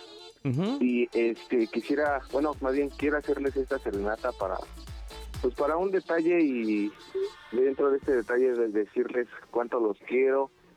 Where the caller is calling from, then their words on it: Nicolás Romero, State of Mexico, Mexico; Estamos aquí en Nicolás Romero.